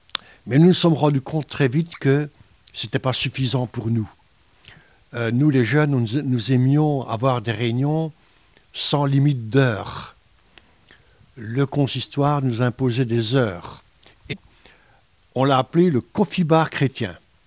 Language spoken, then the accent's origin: French; Liège, Wallonia, Belgium; J'ai grandi ici à Liège, en Belgique. Et nous avons ensemble commencé notre ministère en 1980. Donc j'ai 75 ans maintenant